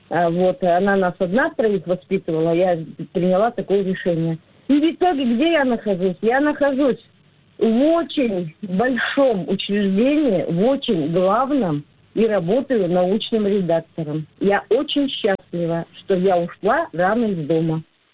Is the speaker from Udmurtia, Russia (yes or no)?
yes; Udmurtia, Russia; born there; now in Moscow, Russia; Но я тоже жила в интернате. Я ушла в 14 лет из дома, в 83-м году в советское время, и поступила в первый в Удмуртии организованный педагогический класс.